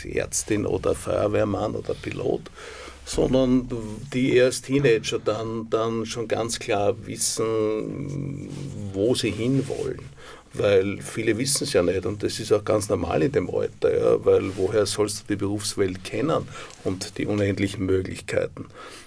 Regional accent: Austria; dass ich heute jetzt als Österreicher da bei dieser tollen internationalen Bank dann in London, New York bin

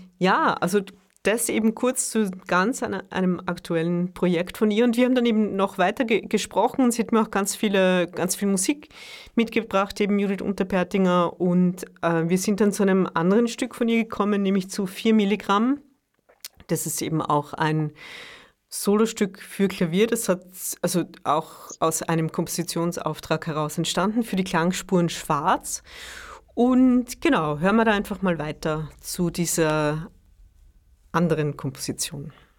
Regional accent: Burgenland, Austria; ich bin aus dem Burgenland

